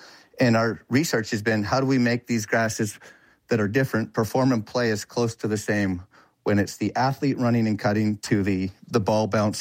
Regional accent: Canada; I'm a Canadian.

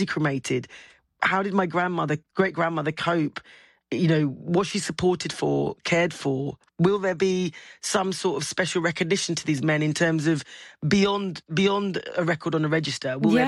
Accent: England, United Kingdom; born there; because I'm English-born, you know, I was born in England, the only one of my siblings that was born here.

